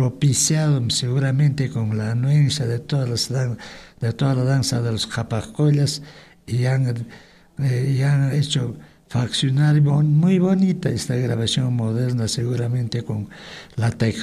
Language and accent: Spanish; Acomayo province, Cusco, Peru; a mi provincia de Acomayo.